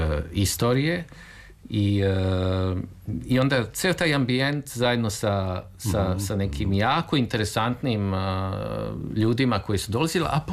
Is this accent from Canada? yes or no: no; Belgrade, Serbia; ja sam rođen u Beogradu i prvi dom je bio na Slavi, a onda smo se kasnije preselili u Bulevar Revolucije, tadašnji Bulevar Kralja Aleksandra.